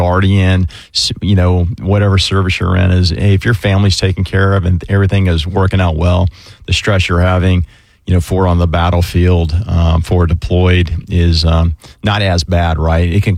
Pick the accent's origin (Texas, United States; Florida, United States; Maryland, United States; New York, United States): Florida, United States; Orange Park; But I grew up in Orange Park. You know, I moved here when I was three, and, you know, I went to Orange Park High